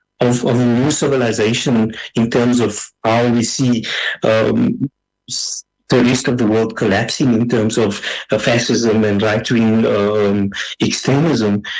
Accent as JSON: {"language": "English", "country": "South Africa", "said": "But we as a South African culture, we are still having these commissions."}